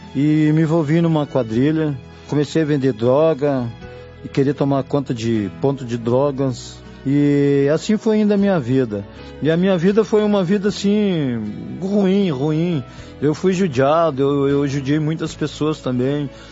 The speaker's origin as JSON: {"language": "Portuguese", "region": "Rio Grande do Sul", "country": "Brazil", "said": "sou do Rio Grande do Sul, tenho 55 anos."}